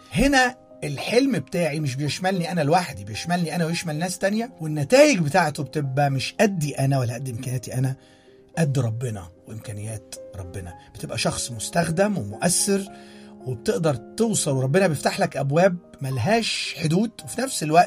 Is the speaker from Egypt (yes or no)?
yes; Egypt; زمان والدي كان بياخدني نشرب عصير قصب، المشروب دوت مشهور جدا عندنا في مصر. أنا كان عندي ساعتها 7 أو 8 سنين